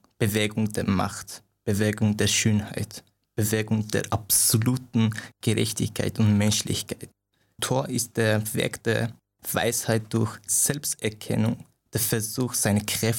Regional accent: Afghanistan; now in Austria; Natürlich, ich komme ursprünglich aus Afghanistan, aber ich fühle mich nicht so richtig ein Afghaner.

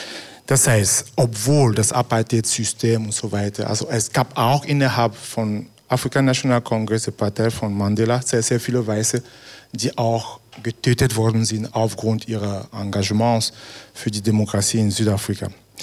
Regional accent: Cameroon; moved away; ich bin in Kamerun aufgewachsen

